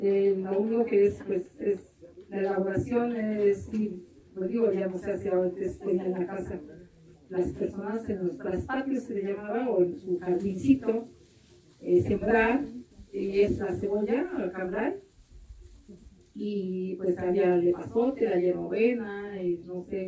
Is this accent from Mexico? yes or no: yes; Mexico; Yo vengo del municipio de Puente Bonilla, de un pueblo de la ciudad que es San Gabriel Metosca, que significa dos conejos.